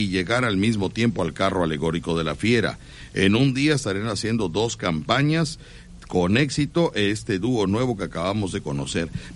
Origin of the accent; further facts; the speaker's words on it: Boca del Río, Veracruz, Mexico; Yo no soy de Veracruz, yo soy de Boca del Río, de la zona dorada.